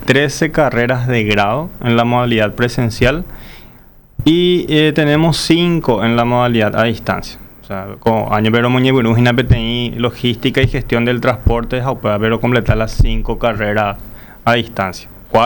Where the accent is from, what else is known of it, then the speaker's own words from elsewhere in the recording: San Lorenzo, Central, Paraguay; es San Lorenzo